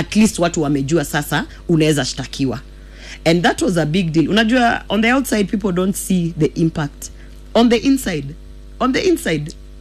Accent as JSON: {"language": "English", "region": "Kisii County", "country": "Kenya", "said": "I'm from Kisii County."}